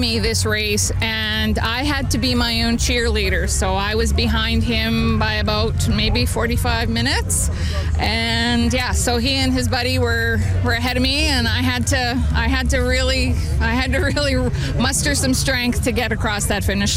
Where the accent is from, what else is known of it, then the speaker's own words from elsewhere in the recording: Saskatchewan, Canada; I'm from James Smith Cree Nation. So it was a memorial run for my people.